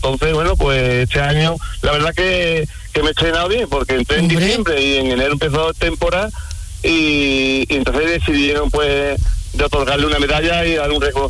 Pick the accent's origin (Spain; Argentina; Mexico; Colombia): Spain; Medina Sidonia, Andalusia; yo estoy ahora mismo en Medina Sidonia, que es mi pueblo, un pueblo de Cádiz, un pueblo súper bonito.